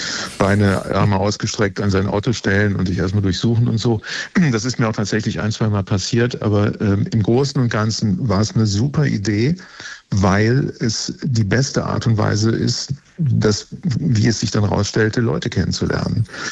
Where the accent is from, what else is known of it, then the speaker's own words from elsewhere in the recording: Hesse, Germany; now in Berlin, Germany; Ja, hallo aus Berlin nach Hessen in mein Heimatland.